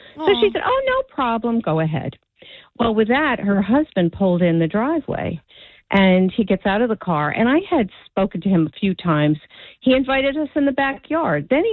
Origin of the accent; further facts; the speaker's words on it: South Orange, New Jersey, United States; I grew up in South Orange.